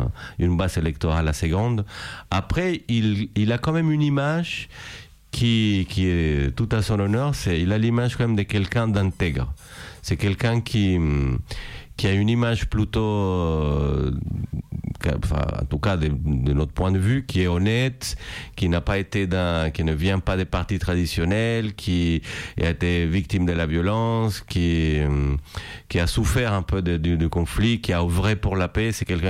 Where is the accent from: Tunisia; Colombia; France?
Colombia; moved away; je suis retourné dans mon quartier, là où j'ai grandi